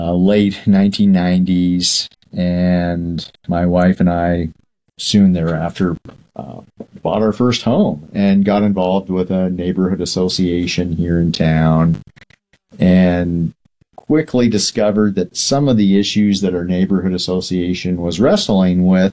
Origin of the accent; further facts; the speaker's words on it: Bend, Oregon, United States; No, I grew up in Central Oregon.